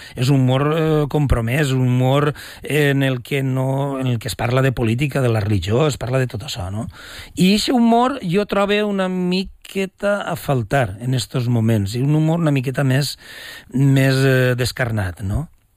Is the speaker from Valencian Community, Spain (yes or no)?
yes; Valencian Community, Spain; A nivell teatral em costa molt, sempre ho he dit, em costa molt, i vinc del País Valencià, és una cosa que sempre m'ha calfat molt el cap, no?